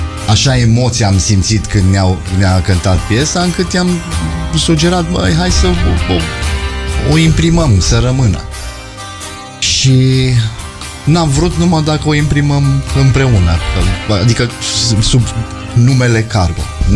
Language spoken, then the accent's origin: Romanian; Timișoara, Timiș County, Romania; born there; m-am născut în Timișoara.